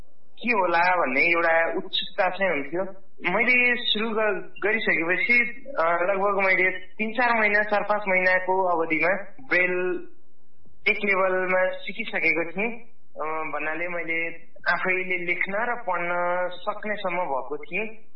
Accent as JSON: {"language": "Nepali", "town": "Gorkha", "region": "Gandaki Province", "country": "Nepal", "tie": "born or raised there", "said": "नेत्रहीन युवा संघ नेपाल चितवन शाखाको जिल्ला अध्यक्ष। म 2056 सालमा जन्मेको हो, गोर्खा जिल्लामा। गोर्खा जिल्लामा जन्मेर मैले गोर्खा जिल्लामै रहेर"}